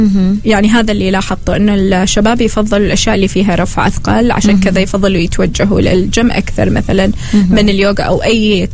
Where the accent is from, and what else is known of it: Oman